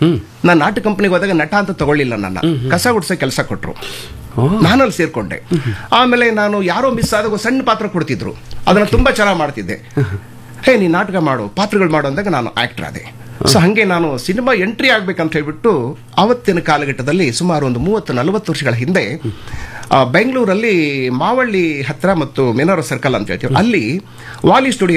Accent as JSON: {"language": "Kannada", "area": "Ballari district", "region": "Karnataka", "country": "India", "tie": "born or raised there", "also_born_or_lived": "Hansabhavi, Hirekerur taluk / Bengaluru", "accent": "Ballari dialect", "moved": "yes", "said": "ನಾನು ಓದಿದ್ದು ಹಿರೇಕೆರೆ ತಾಲೂಕು ಹಂಸಬಾವಿಯಲ್ಲಿ, ನಂದು ಜಿಲ್ಲೆ ಬಳ್ಳಾರಿ ಜಿಲ್ಲೆ, ತಾಯಿ ಗದಗನವರು. ಸೊ ಮನೆಯಲ್ಲಿ ತಾಯಿ ತಮ್ಮ ಭಾಷೆನೇ ಮಾತಾಡ್ತಿದ್ರು, ನಮ್ದು ಬಳ್ಳಾರಿ ಭಾಷೆ ತಮಗೂ ಗೊತ್ತಿರುತ್ತದೆ."}